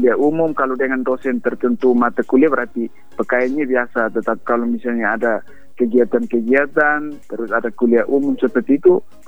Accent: Biboki district, East Nusa Tenggara, Indonesia; di kampung saya Ibu, saya berasal dari Desa Epopa, Kecamatan Bibokitan Pala, mungkin bertetangga dengan Kabupaten Belu Ibu.

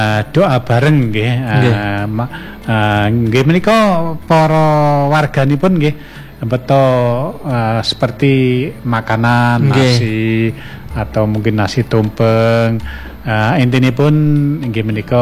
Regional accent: Java, Indonesia; moved away; dulu kan kalau masih kecil itu kan di Jawa belum ada lampu listrik.

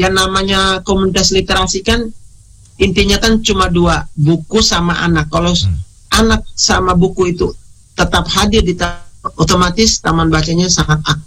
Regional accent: Ende Island, East Nusa Tenggara, Indonesia; sebagai anak Pulau Ende, pemuda Pulau Ende

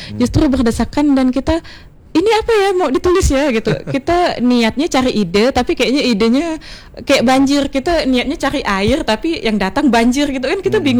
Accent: Sambas, West Kalimantan, Indonesia; Saya Sambas Bang.

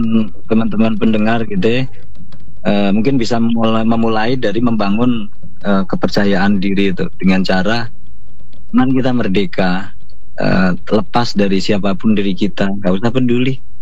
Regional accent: Kediri, East Java, Indonesia; walaupun kita anak Kediri.

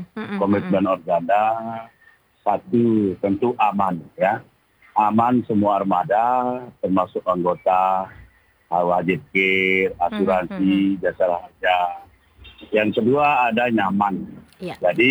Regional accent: Palembang, South Sumatra, Indonesia; Jadi itu tantangan kami orang Palembang itu kepada pemerintah khususnya sekuler kami.

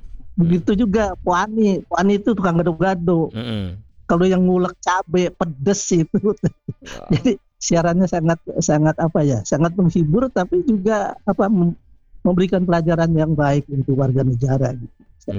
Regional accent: Bandung, West Java, Indonesia; born there; now in Jakarta, Indonesia; waktu kecil di Bandung itu ya mulai umur 5 tahun saya udah dengar Radio Republik Indonesia.

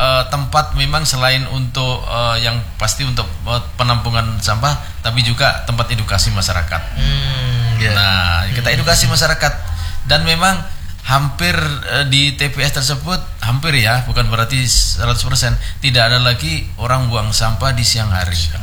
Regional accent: Samarinda, East Kalimantan, Indonesia; kita masyarakat sebagai masyarakat Samarinda, sebagai warga Samarinda

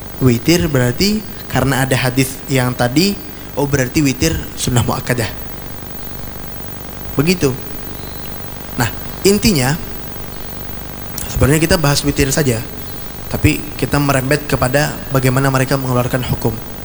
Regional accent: Banjar, South Kalimantan, Indonesia; saya orang Banjar

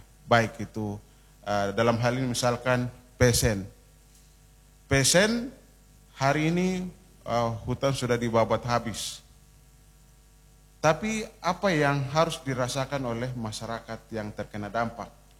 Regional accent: South Papua, Indonesia; Khusus untuk kita di Kabupaten Merauke

